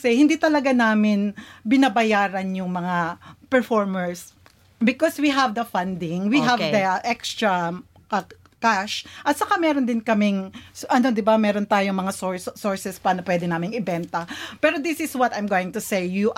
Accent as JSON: {"language": "Tagalog", "region": "Mindanao", "country": "Philippines", "moved": "yes", "said": "I'm from Mindanao"}